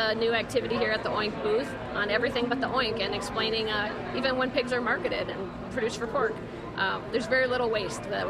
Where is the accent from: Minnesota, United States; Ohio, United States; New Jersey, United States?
Minnesota, United States; Chatfield; I'm from Chatfield, Minnesota, and I'm a pig farmer in Fillmore County.